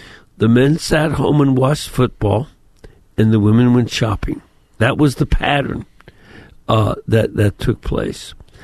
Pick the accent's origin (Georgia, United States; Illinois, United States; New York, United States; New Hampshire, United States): Illinois, United States; Chicago; born or raised there